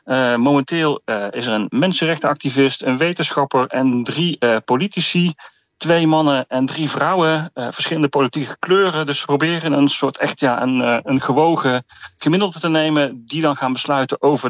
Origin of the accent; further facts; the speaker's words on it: Netherlands; wij zetten ons kennelijk als Nederlanders niet echt hard genoeg in voor de wereldvrede.